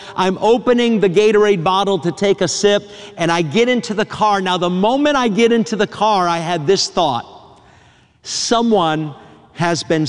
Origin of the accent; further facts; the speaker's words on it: New Hampshire, United States; I was in high school growing up in New Hampshire.